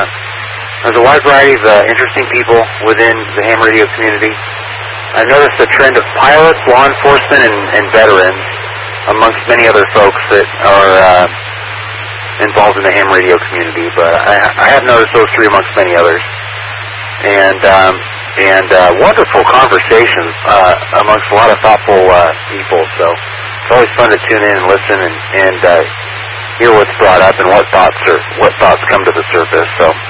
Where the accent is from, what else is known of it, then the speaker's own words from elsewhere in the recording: California, United States; moved away as an adult; also born or lived in Texas; now in New Mexico, United States; I grew up in California